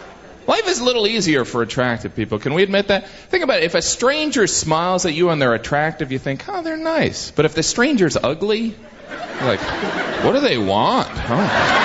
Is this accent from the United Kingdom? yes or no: no; Indiana, United States; It's more like, we're from Indiana, and we're going to move.